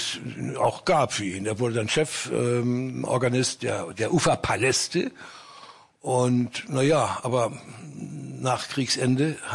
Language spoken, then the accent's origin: German; Hamburg, Germany; Ich bin ja ein Hamburger